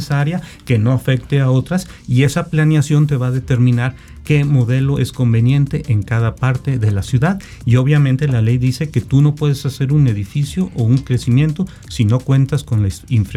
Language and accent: Spanish; San Luis Potosí, Mexico